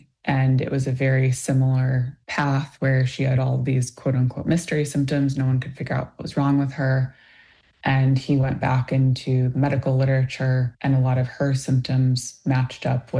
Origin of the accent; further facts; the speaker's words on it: Illinois, United States; Growing up in Illinois, Lyme disease and ticks, I would say, at least in my area, was not talked about. You know, it wasn't really a conversation in Illinois.